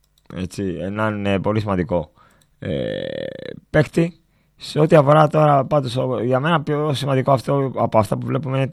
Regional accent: Amaliada, Western Greece, Greece; also born or lived in Antiparos; Εμείς με την Αμαλιάδα έχουμε κόντρα με τον Πύργο.

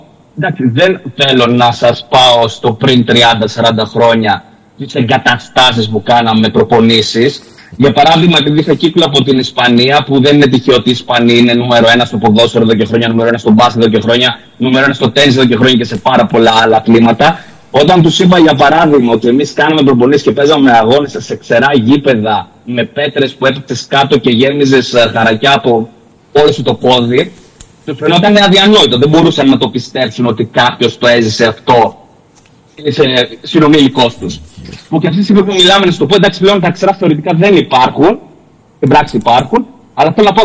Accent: Larissa, Thessaly, Greece; moved away as an adult; now in Birmingham, United Kingdom; μεγάλωσα και γεννήθηκα στη Λάρισα

